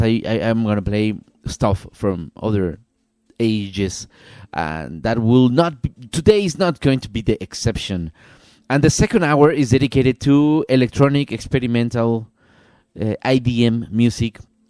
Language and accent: English; Mexico; I'm streaming from Mexico, so I have the bias. I'm sorry, I will always be biased. Everyone is biased, and I will be streaming music from people from my country